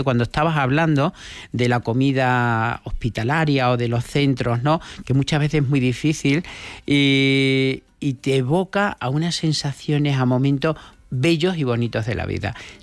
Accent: Extremadura, Spain; nos permite hablar del territorio, de cómo somos los extremeños, cómo comemos, esas recetas tan enraizadas como nuestra sopa de tomate

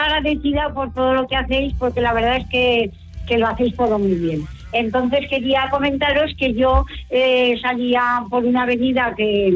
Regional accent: Aragon, Spain; yo soy una maña, que somos nobles y decimos las cosas de corazón.

